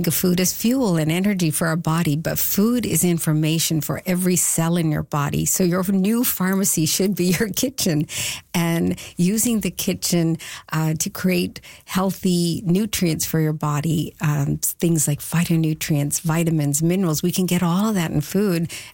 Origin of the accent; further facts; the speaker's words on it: Newfoundland and Labrador, Canada; I grew up in Newfoundland